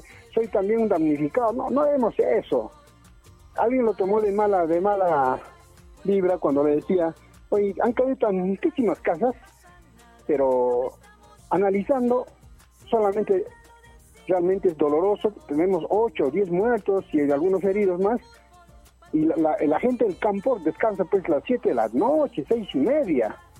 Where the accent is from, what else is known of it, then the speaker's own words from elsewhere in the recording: Peru; Como peruanos, esperemos que le vaya lo mejor.